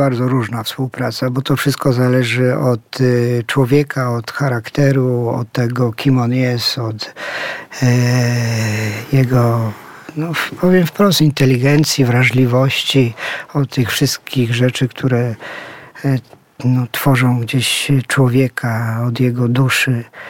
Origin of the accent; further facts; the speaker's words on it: Silesian Voivodeship, Poland; No ja pochodzę ze Śląska. Gdzieś Śląsk mnie wychował, kształtował, dał tożsamość, poczucie tożsamości.